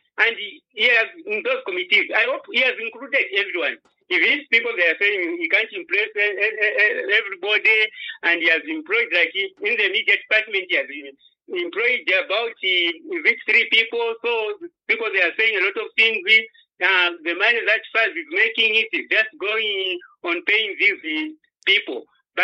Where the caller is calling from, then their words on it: Lusaka, Lusaka Province, Zambia; calling from Matero.